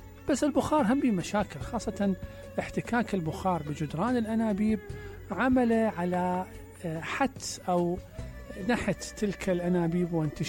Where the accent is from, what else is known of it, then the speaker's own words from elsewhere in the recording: Basra, Basra Governorate, Iraq; احنا عندنا بالبصرة